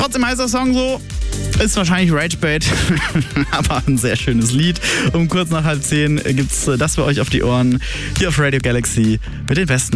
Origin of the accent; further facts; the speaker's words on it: Bavaria, Germany; Leute, ich komme ja aus Franken und da sagen wir zum heutigen Tag schöner Donnerstag.